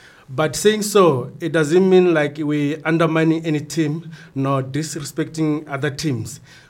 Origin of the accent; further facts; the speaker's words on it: Limpopo, South Africa; from Block 12 in Limpopo, standing here on behalf of Mawa United.